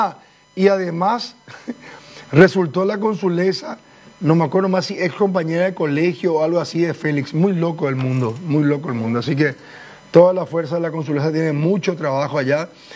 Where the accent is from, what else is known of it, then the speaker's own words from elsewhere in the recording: Paraguay; nosotros los paraguayos